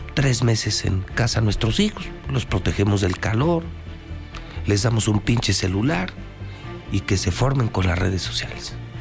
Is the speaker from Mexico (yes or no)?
yes; Mexico; now in Aguascalientes, Mexico; ni como mexicano, ni como periodista, ni como empresario